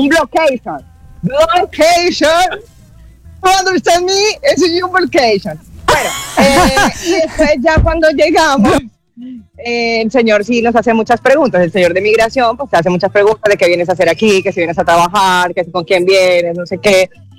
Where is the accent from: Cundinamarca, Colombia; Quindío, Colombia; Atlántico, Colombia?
Atlántico, Colombia; Barranquilla; Yo soy de Barranquilla, yo sé lo que es el calor